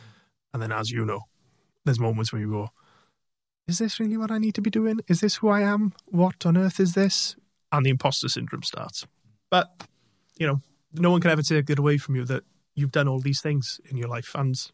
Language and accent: English; Llanelli, Wales, United Kingdom; And people will say, where are you from? And a lot of people say, oh, I'm from Llanelli, but they'll say, I'm from Swansea, or just west of Swansea. But no, I'm from Llanelli and I'm proud of it, and I'll always be proud to be from you.